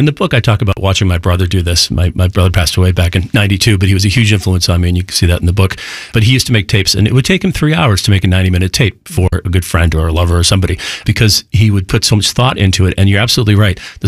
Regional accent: Boston, Massachusetts, United States; Growing up in Boston, it was always Kiss 108

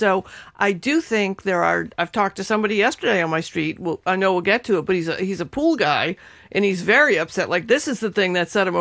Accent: Revere, Massachusetts, United States; But then I was reminded of growing up in Revere, and because we were next to the train tracks

